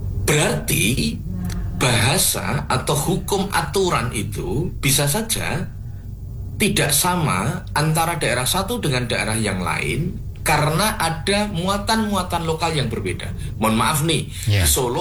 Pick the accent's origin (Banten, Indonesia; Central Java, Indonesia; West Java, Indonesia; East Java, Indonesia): Central Java, Indonesia; Surakarta; born or raised there